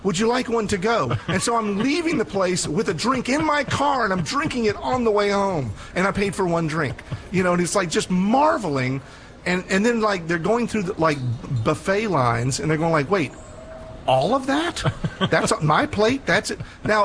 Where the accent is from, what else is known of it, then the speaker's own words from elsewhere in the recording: United States; In saying that I'm an American, and I appreciate everyone who did that.